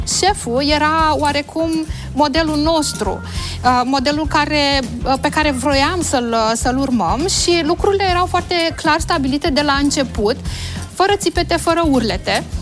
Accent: Piatra Neamț, Neamț County, Romania; also born or lived in Bacău; Am copilărit în Piatra Neamț, mergeam destul de des la mătușa mea

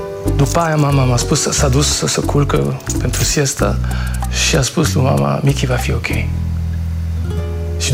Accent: Romania; Sunt român de sânge, 100% de fapt.

